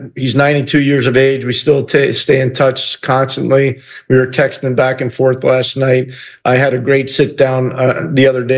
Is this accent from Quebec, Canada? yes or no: yes; Montreal, Quebec, Canada; And I'm from Montreal. I grew up there. That was my team when I was a kid growing up.